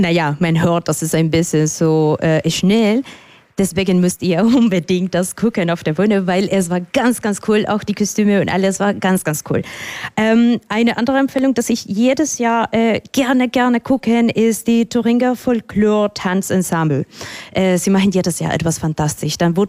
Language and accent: German; Colombia; German is a second language; also ich komme aus Kolumbien, nicht so weit weg von Nicaragua